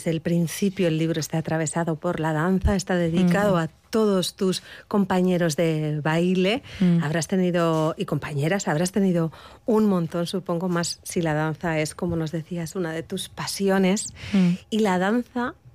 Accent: Basque Country, Spain; ¿Qué de contra somos los vascos, no?

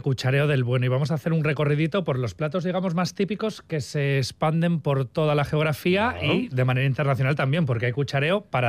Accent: Asturias, Spain; moved away; yo tengo que tirar para mi tierra. Claro, no tiro para Asturias

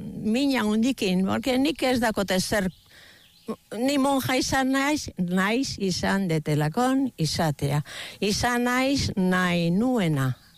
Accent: Bermeo, Basque Country, Spain; also born or lived in Trintxerpe; Ez, ni berniotarra naiz, nire sustrai guztia Bermeon daude.

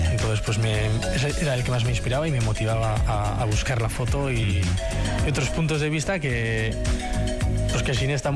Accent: San Sebastián, Basque Country, Spain

